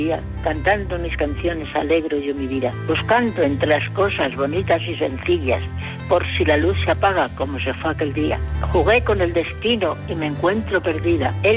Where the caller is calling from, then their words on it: Valladolid, Castile and León, Spain; soy de Valladolid.